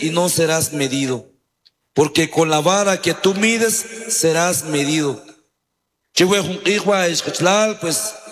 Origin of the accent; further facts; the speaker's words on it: Aguacatán, Huehuetenango, Guatemala; saludar a nuestros hermanos en nuestro dialecto aguacateco